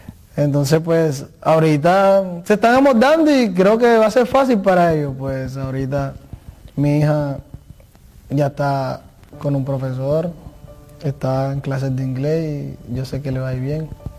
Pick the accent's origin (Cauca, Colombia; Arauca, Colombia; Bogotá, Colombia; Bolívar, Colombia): Bolívar, Colombia; Cartagena; moved away as an adult; now in Abu Dhabi, United Arab Emirates; En San Francisco, el barrio donde yo nací, ¿no? Un barrio muy movido.